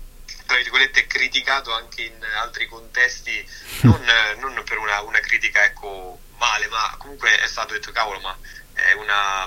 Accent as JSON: {"language": "Italian", "town": "Fiuminata", "region": "Marche", "country": "Italy", "tie": "born or raised there", "also_born_or_lived": "Rome", "moved": "yes", "said": "molto legato comunque alla terra, alle Marche e al mio paesino d'origine, nello specifico, che è Fiuminata, si chiama, ed è in provincia di Macerata, è un paese di poco più di 1500 abitanti, insomma, quindi è veramente molto piccolo."}